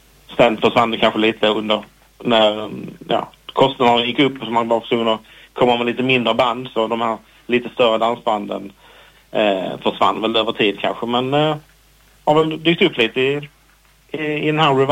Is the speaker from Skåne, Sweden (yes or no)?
yes; Kristianstad, Skåne, Sweden; Jag kom från Kristianstad från början, den var den ganska stark. Sen kom jag till Lund i mitten på 90-talet